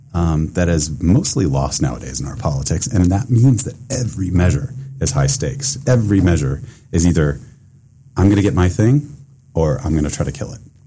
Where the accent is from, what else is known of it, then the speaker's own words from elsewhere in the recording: Kentucky, United States; now in Washington, United States; so I'm originally from Kentucky. I'm Western Kentucky, born and bred, and then came to Washington and been kind of in and out of Washington ever since then.